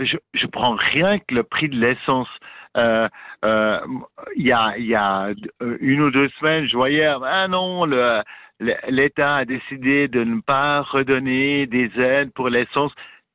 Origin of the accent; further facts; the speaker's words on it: Switzerland; Parce que c'est vrai que c'est pas comparable chez nous en Suisse.